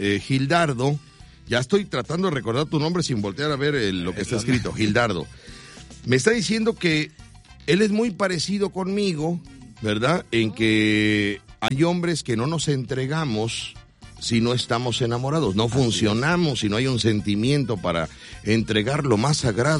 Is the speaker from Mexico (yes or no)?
yes; Mexico; yo soy mexicano. De acá de este lado.